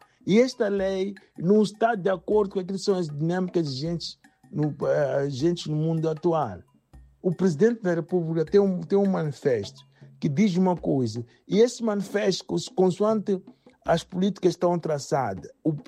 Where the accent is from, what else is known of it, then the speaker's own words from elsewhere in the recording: Mozambique; Bem, como moçambicano também, para dizer que o sangue do moçambicano, dá cor sempre nas minhas veias.